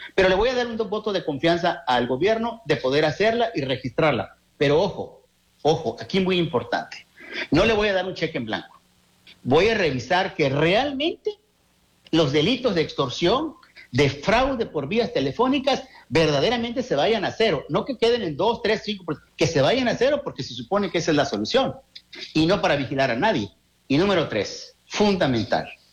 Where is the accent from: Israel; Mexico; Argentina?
Mexico; como buen mexicano, como buenos mexicanos